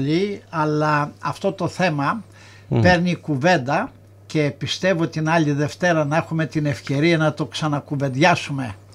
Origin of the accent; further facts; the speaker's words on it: Greece; moved away as an adult; με τις δικές μου σκέψεις που ήρθα από την Ελλάδα μεγαλωμένος